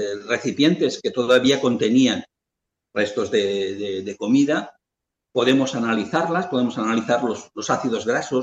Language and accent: Spanish; Lleida, Catalonia, Spain; una excavación cerca de Lleida, que es de donde yo soy.